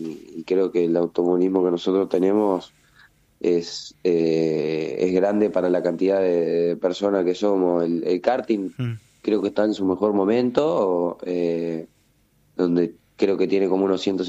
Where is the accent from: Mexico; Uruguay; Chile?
Uruguay; moved away as an adult; now in Barcelona, Spain; lo que te quita un poco es eso que te tenés que ir de Uruguay, que por ahí a veces extrañás